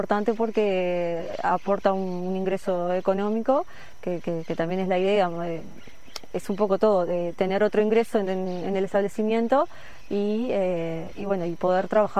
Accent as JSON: {"language": "Spanish", "town": "Sarandí del Yi", "region": "Durazno", "country": "Uruguay", "tie": "born or raised there", "said": "No, yo soy oriunda de Sarandí del Yi, viví en Durazno también, y bueno, luego que nos casamos con Gonzalo, me vine a vivir acá."}